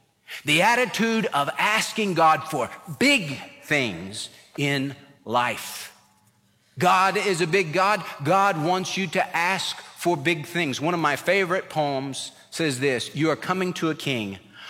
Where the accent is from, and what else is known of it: California, United States; born or raised there